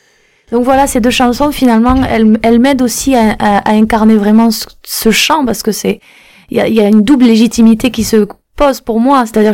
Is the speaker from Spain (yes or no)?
no; France; now in Cameroon; Moi, en tant que Française au Cameroun